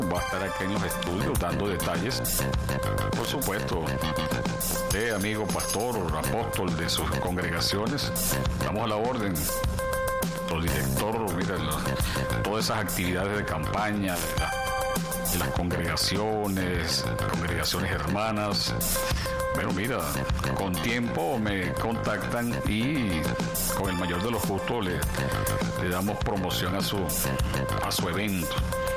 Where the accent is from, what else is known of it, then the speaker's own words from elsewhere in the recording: Venezuela; así somos los venezolanos.